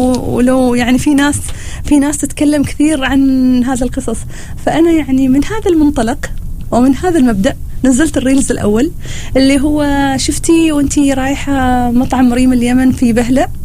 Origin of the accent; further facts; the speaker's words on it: Oman; احنا عندنا في عمان كم صاله